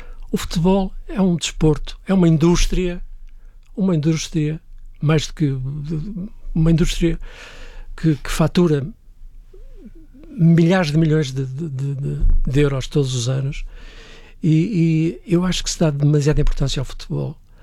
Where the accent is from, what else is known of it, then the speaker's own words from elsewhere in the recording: Arcos de Valdevez, Viana do Castelo, Portugal; O 1º de Maio vivi-o na minha terra, nos Arcos de Valdevez, em Arcos de Valdevez